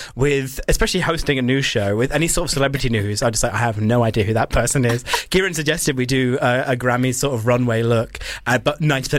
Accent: Dorset, South West England, United Kingdom; born there; now in London, United Kingdom; Dorset Council, one close to my heart, my Dorset Council, probably my hometown council

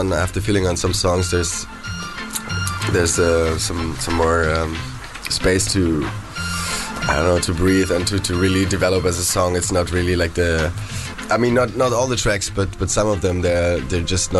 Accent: Berlin, Germany; moved away as an adult; No, I grew up in Berlin and went to Holland, to Den Haag, to study there. And there we met Pascal.

